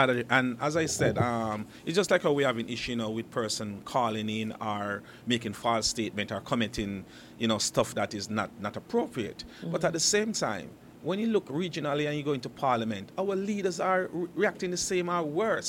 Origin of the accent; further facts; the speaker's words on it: Nevis, St. Kitts & Nevis; Not because the two of you is from St. Kitts and I'm from Nevis.